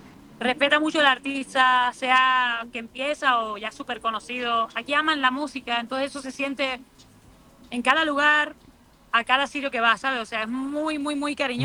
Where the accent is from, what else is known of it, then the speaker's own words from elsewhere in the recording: Spain; siento que tengo mucho que decir como mujer, como persona, como española